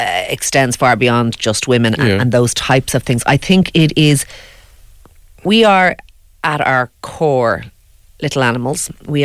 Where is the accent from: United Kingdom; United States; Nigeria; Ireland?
Ireland